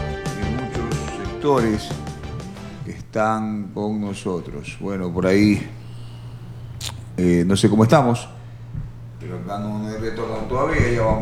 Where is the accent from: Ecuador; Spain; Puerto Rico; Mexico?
Ecuador; Machala, El Oro; born there; yo he nacido aquí.